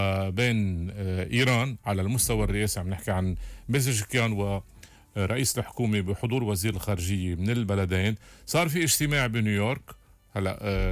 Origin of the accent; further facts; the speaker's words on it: Lebanon; إحنا كدولة لبنانية